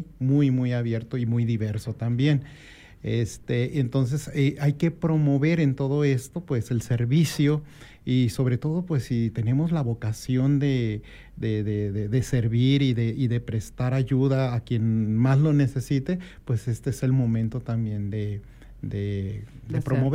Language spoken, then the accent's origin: Spanish; Mexico